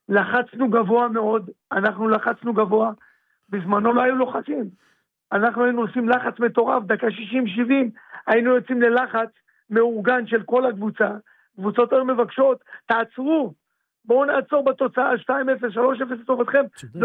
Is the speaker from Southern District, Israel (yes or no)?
yes; Beersheba, Southern District, Israel; moved away as an adult; now in Petah Tikva, Israel; זה משהו שגדלתי שם, כל המשפחה שלי שם, אני נוסע הרבה לבאר שבע